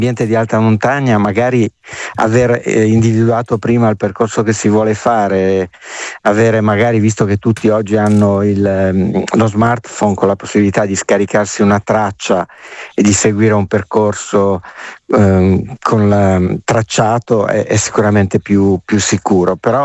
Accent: La Spezia, Liguria, Italy; born there; sono nato a La Spezia

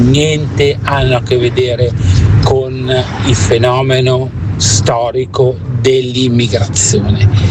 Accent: Modena, Emilia-Romagna, Italy; now in Province of Milan, Italy; io sono originario di Modena

